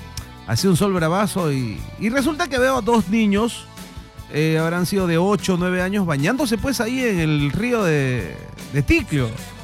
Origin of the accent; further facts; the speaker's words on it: Chorrillos, Lima, Peru; Yo soy de Chorrillos y trabajo aquí en Plaza Norte.